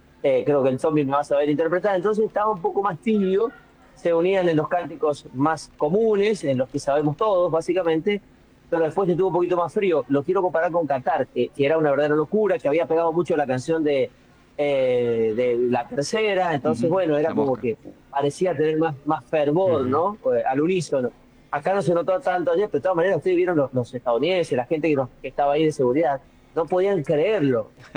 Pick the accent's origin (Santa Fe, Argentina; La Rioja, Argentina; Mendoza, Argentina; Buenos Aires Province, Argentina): Mendoza, Argentina; Que se van enterando y te van escribiendo y vénganse para acá, que somos mendocinos.